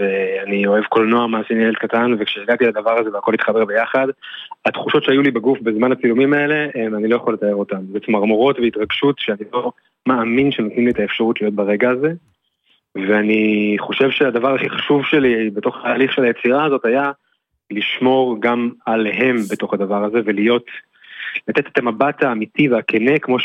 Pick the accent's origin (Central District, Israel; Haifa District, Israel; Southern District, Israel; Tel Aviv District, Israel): Tel Aviv District, Israel; Tel Aviv; שנינו גדלנו באותו אזור, יד אליהו, דור מזרח תל אביב